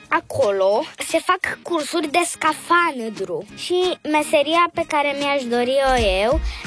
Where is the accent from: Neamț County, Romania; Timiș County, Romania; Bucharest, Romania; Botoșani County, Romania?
Bucharest, Romania; am 7 ani și sunt din București.